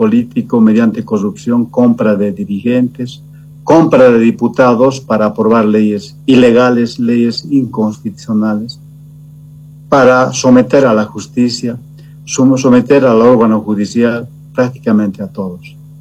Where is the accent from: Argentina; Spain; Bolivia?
Bolivia